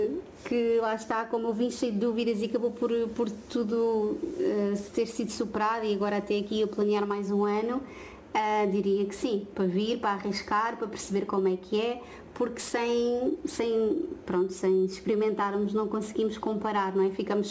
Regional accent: Cadaval, Lisbon, Portugal; A minha família é da zona do Cadaval. Eu nasci em Lisboa, depois os meus pais mudaram de casa assim algumas vezes.

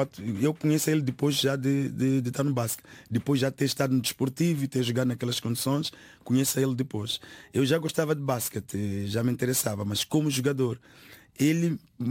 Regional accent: Matola, Maputo, Mozambique; eu sou da Matola

